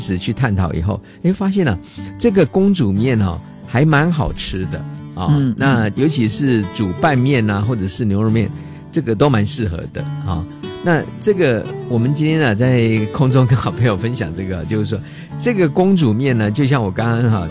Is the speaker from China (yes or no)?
no; Taiwan; 我在台湾长大